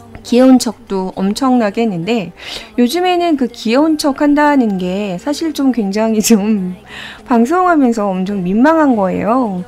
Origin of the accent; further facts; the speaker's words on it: Chungcheong, South Korea; 저는 충청도 사람이니까